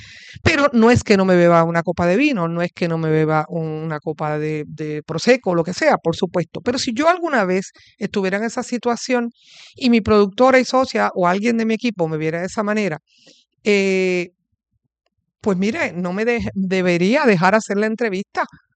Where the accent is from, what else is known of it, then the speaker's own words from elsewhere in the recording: Puerto Rico; así que nada, como muchos puertorriqueños, me di dos copas, me cayeron mal.